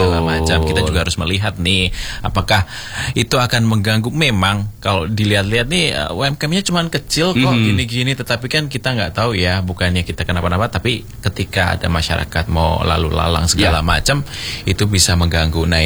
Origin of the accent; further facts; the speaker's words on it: Yogyakarta, Special Region of Yogyakarta, Indonesia; sebagai orang Jogja asli ya